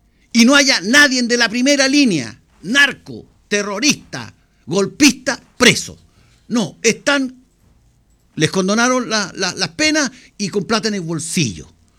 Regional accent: Chile

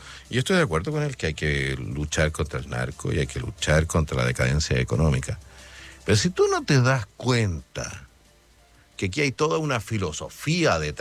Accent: Chile; en comparación con el resto del barrio éramos una joya.

